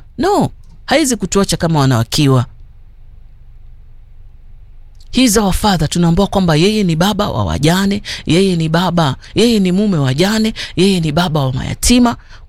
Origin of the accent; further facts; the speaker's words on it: Kenya; born there; Mwenyezi Mungu alikuwa anajua mimi na wewe tutazaliwa hapa Kenya.